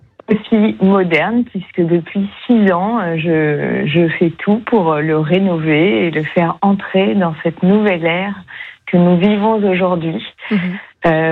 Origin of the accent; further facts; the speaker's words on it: Paris, Île-de-France, France; now in Berry, France; je suis parisienne.